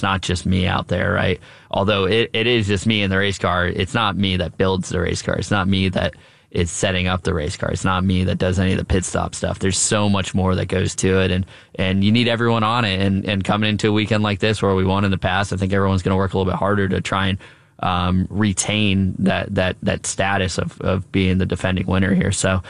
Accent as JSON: {"language": "English", "town": "Jupiter", "region": "Florida", "country": "United States", "tie": "born or raised there", "said": "I'm born and raised in Jupiter, Florida. I still live there. I have a place up in Indy"}